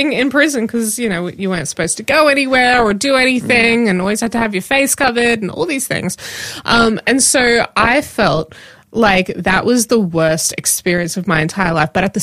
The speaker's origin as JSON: {"language": "English", "region": "Queensland", "country": "Australia", "also_born_or_lived": "Melbourne", "moved": "yes", "said": "I'm a Queenslander, I need the warm sunshine."}